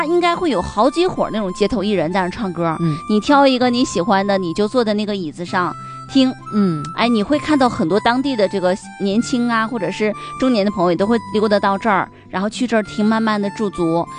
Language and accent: Chinese; Northeast China, China; 因为对于我们东北人来说，其实俄式的东西咱们并不陌生。